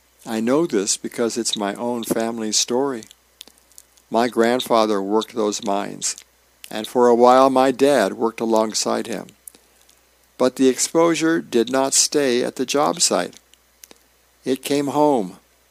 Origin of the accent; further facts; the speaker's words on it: United States; In my hometown, the tribal election is impossible to miss. It's right at the chapter house, with food tents and community energy.